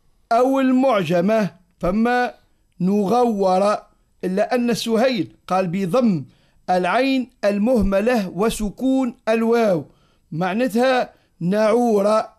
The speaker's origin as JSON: {"language": "Arabic", "country": "Tunisia", "said": "احنا عندنا في تونس عائلة المزي في طبربة"}